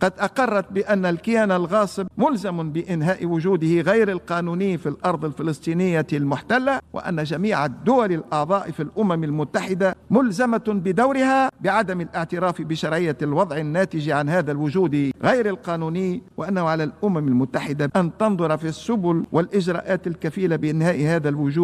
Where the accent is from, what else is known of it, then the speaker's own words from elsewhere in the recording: Tunisia; وإذ تندد بلادي تونس